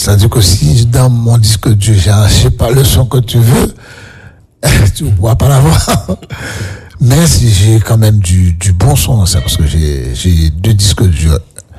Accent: Le Gosier, Guadeloupe; Parce que je suis du Gosier, à l'époque, il y avait beaucoup de boîtes de nuit.

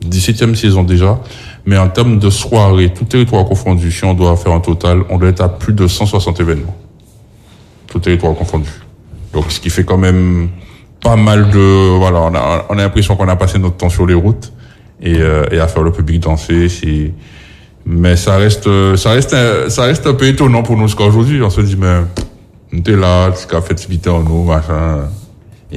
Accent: Guadeloupe; moved away as an adult; le plus gros, c'est déclenché quand j'ai quitté la Guadeloupe.

